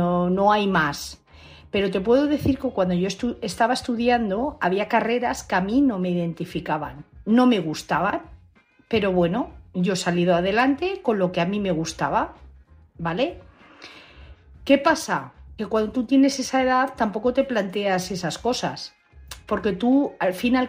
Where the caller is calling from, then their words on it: Madrid, Community of Madrid, Spain; de Madrid.